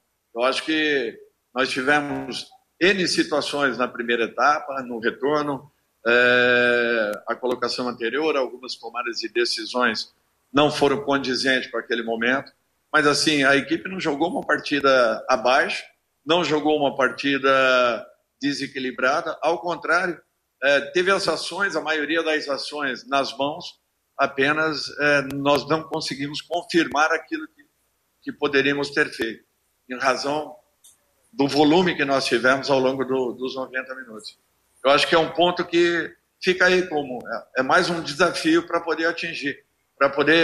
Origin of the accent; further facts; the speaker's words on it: Brazil; Eu sou brasileiro